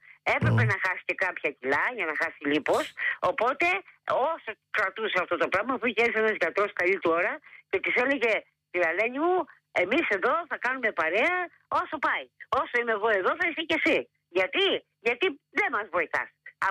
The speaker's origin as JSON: {"language": "Greek", "town": "Chalkida", "region": "Central Greece", "country": "Greece", "said": "Γιατί είμαι από τη Χαλκίδα και δεν τη γυρίζω πίσω."}